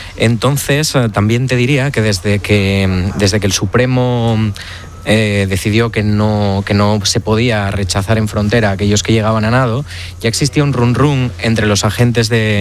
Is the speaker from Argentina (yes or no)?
no; Oviedo, Asturias, Spain; moved away as an adult; now in Ceuta, Spain; Yo soy de Oviedo, efectivamente.